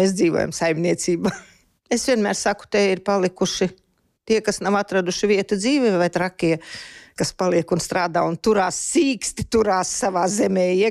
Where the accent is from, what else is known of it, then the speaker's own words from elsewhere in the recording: Jūrmala, Latvia; Es esmu no Jūrmalas.